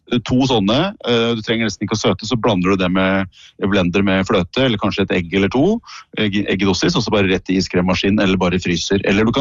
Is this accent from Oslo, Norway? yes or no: no; Jevnaker, Innlandet, Norway; Når jeg vokste opp på Jevnaker